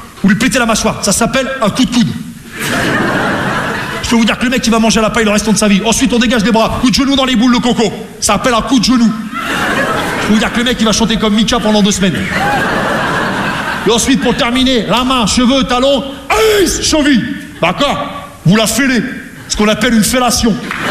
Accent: Rouen, Normandy, France; Non mais moi je viens de Rouen, tu vois, la Normandie, les Vikings

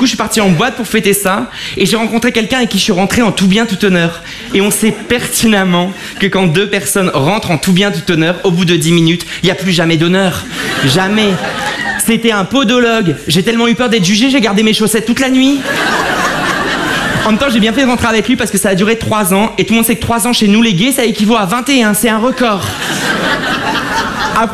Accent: Avion, Hauts-de-France, France; born there

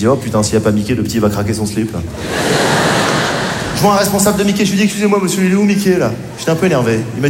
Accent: Morocco

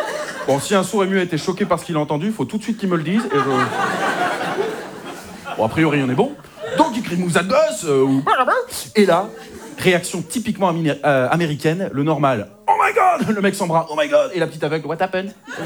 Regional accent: Hauts-de-France, France; moi je suis du Nord-Pas-de-Calais, on fait pas ça chez vous

